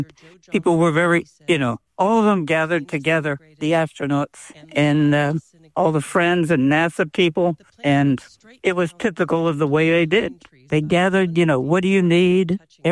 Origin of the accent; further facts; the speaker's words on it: North Carolina, United States; moved away; we met in my hometown of North Carolina